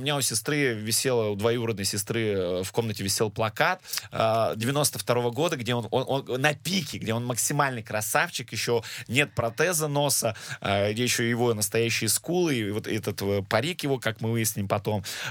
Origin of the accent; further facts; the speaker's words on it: Yekaterinburg, Sverdlovsk Oblast, Russia; Я говорю, я вырос на Вторчеремете.